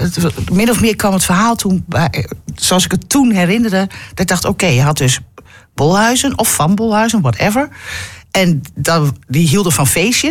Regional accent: Groningen, Netherlands; also born or lived in Emmen; ik ben geboren in Emmen. Even heel kort door de bocht, vanaf mijn vijfde terug naar Groningen.

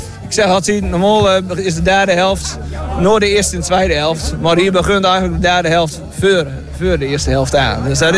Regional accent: Stedum, Groningen, Netherlands; Dat is al jaren geleden hadden we bij ons in Stedum. Nou, daar was het een trapveldje. En ik woonde door vlakbij zo in de tijd nog, in Olderlijk Hoes.

